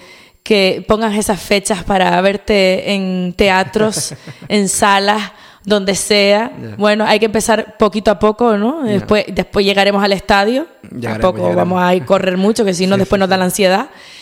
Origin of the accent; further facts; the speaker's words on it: Canary Islands, Spain; Lo que decimos aquí el canario